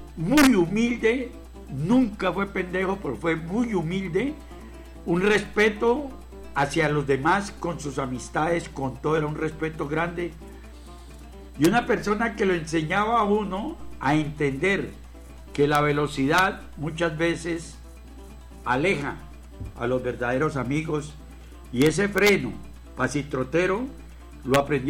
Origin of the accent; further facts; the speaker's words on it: Puerto López, Meta, Colombia; born there; empecé en Cacho en la Manga, en Puerto López, cuando en Puerto López, los mismos de Puerto López, donde yo nací, donde me parió mi señora madre la motosa